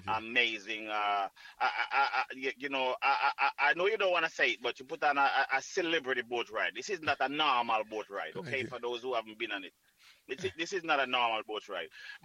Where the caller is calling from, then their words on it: Frankfield, Clarendon, Jamaica; We come from Frankfield.